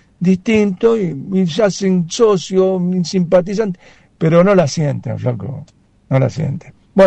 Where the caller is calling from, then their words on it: Martelli, Buenos Aires, Argentina; de Martelli.